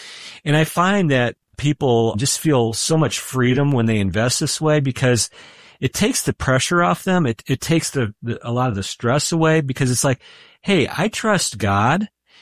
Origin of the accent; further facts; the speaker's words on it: United States; we do a good job as American Christians